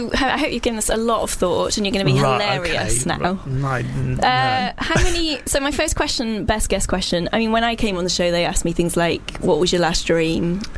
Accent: Wales, United Kingdom; We're both Welsh.

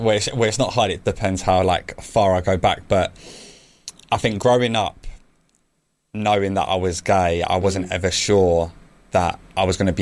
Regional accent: London, United Kingdom; I grew up in Thamesmead.

